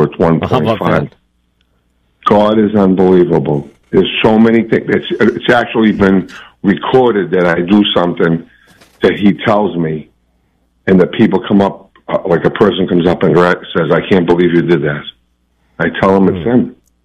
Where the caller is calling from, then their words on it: Florida, United States; How are you doing? I'm from Pentagon, Florida.